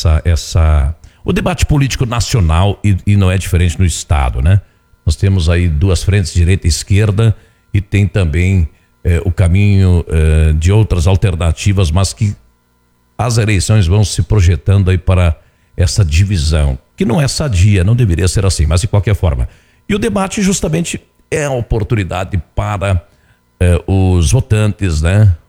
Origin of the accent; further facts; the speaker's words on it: Iporã do Oeste, Paraná, Brazil; sou de Ipora do Oeste.